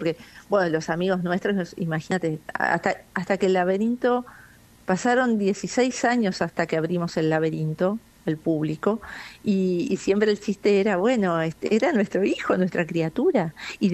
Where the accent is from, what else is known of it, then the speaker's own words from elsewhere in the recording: El Bolsón, Río Negro, Argentina; yo era de acá, Nick, nacida y criada